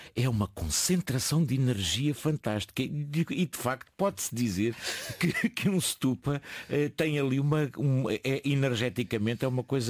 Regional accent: Portugal; como portugueses que somos e praticantes

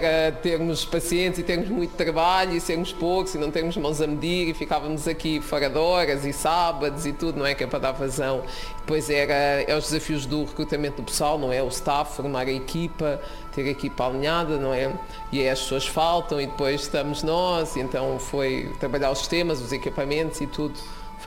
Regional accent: Amora, Setúbal, Portugal; also born or lived in England; Os meus pais são de Cabo Verde, mas eu nasci aqui na Amora, nasci aqui perto, cresci aqui. E então depois tive uns anos em Inglaterra, depois de acabar o curso, e voltei em 2011

